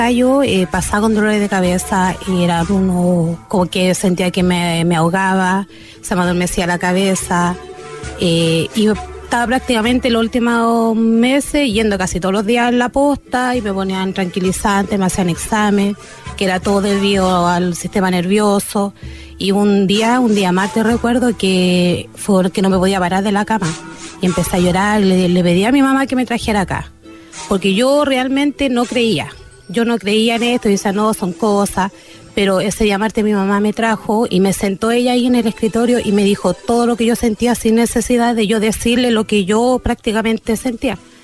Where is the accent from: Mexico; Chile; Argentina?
Chile; Pudahuel, Santiago Metropolitan